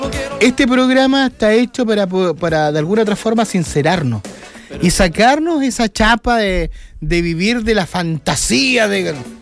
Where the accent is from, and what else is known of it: Chile